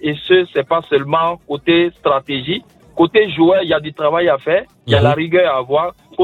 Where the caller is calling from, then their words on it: Côte d’Ivoire; je suis ivoirien.